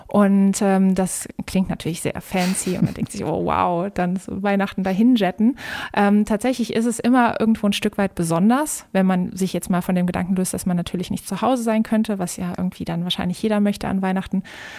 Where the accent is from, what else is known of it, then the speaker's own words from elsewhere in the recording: Cologne, North Rhine-Westphalia, Germany; Ich persönlich komme aus dem Rheinland, ich komme aus Köln. Köln ist für mich meine absolute Heimat, mein Zuhause und meine Traumstadt.